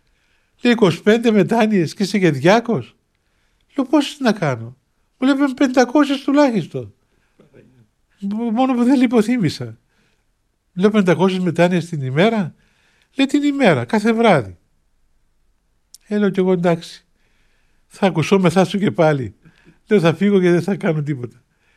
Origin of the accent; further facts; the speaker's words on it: Cyprus; μου είπε παιδάκι μου καλό, από πού είσαι, λέω από την Κύπρο γέροντα.